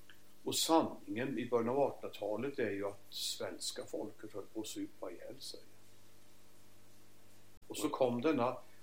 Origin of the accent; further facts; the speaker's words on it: Örebro County, Sweden; Närke, det här är min hembygd. Vi sitter här i Närke nu, mina hembygder.